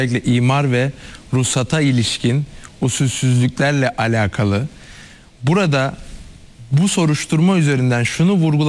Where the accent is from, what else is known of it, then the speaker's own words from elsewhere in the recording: Istanbul, Turkey; Evet, ben de bir Üsküdarlı olarak süreci yakından takip ediyordum.